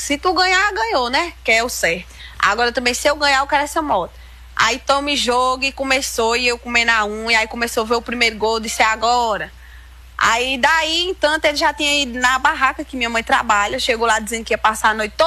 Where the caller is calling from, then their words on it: Brazil; Eu sou brasileira